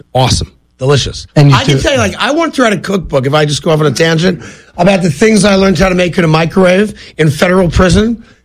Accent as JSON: {"language": "English", "region": "East Coast", "country": "United States", "tie": "born or raised there", "said": "we played it as kids growing up in the 70s on the East Coast, right?"}